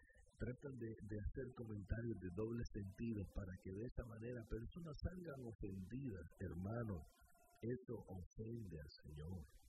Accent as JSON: {"language": "Spanish", "country": "Guatemala", "moved": "yes", "said": "en mi país la cerca o el tapial, le decimos nosotros en Guatemala"}